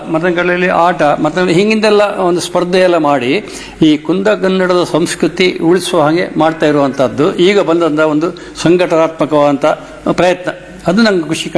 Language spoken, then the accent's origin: Kannada; Kundapur, Karnataka, India; accent: Kundapura Kannada; ನಮ್ಮ ಮನೆಯಲ್ಲಿ ನಾವೆಲ್ಲ ಕುಂದಾಪುರ ಕನ್ನಡಗೆ ಬಯಸಿಕೊಂಬುದು, ಮನೆಯೊಳಗೆ ಕುಂದಾಪುರ ಕನ್ನಡದಿಗೆ ಹಾಸ್ಯ ಮಾಡೋದು